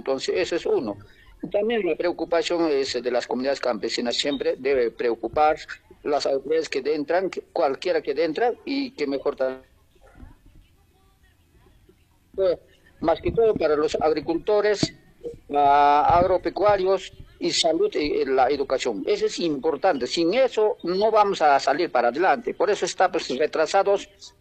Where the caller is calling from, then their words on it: Santo Tomás district, Cusco, Peru; Yo soy igual de Centro Poblado, San José Layo, Ayuachuyo, de zona sur del distrito de Santo Tomás.